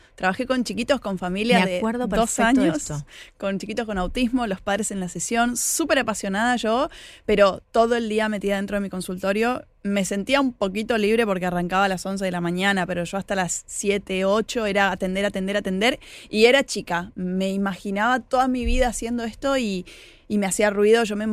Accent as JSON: {"language": "Spanish", "town": "Oberá", "region": "Misiones", "country": "Argentina", "moved": "yes", "lives_now": "Buenos Aires, Argentina", "said": "Yo sí, llegué hace más de 20 años acá. Wow. Hoy soy más de acá que de allá. Soy de Oberá."}